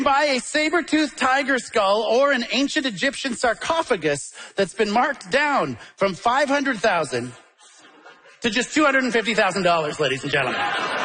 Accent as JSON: {"language": "English", "town": "Toronto", "region": "Ontario", "country": "Canada", "tie": "born or raised there", "said": "we're here back in my hometown, Toronto, Ontario."}